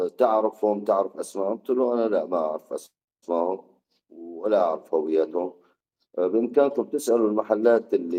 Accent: Raqqa, Raqqa Governorate, Syria; أنا تعاطف أهل الرقة ومدينتي وأهل سوريا كاملة

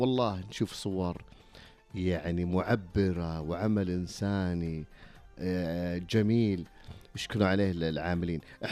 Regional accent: Saudi Arabia; وأنا أعرف هذا ديدنا إحنا كسعوديين،

